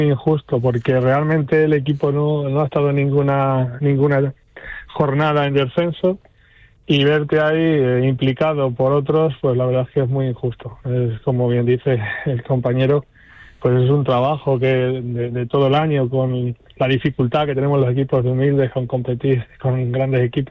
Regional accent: Castilla-La Mancha, Spain; Ya de por sí somos castellano-manchegos y cualquier equipo que estuviese ahí, pues estaríamos con él.

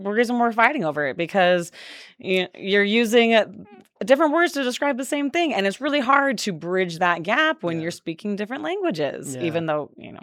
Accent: Cedar City, Utah, United States; moved away as an adult; also born or lived in Texas / Las Vegas; I lived some other places, and coming from growing up here in Cedar City and moving to Texas, I mean, that was a culture shock for me

